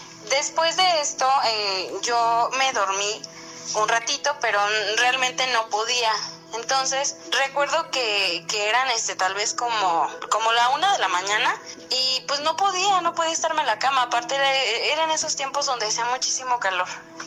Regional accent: Querétaro, Mexico; soy del estado de Querétaro.

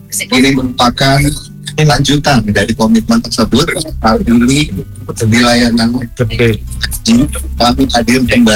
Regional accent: Malang, East Java, Indonesia; also born or lived in Semarang; Karena memang Semarang ini punya tingkatan emosional buat saya. Karena saya lahir di Semarang. Tapi memang langsung merantau dan tinggal di Malang.

